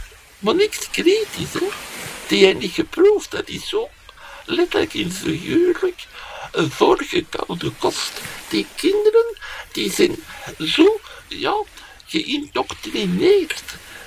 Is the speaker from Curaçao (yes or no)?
no; Belgium; Allee, als Belg moet je maar geen slechte fruten serveren.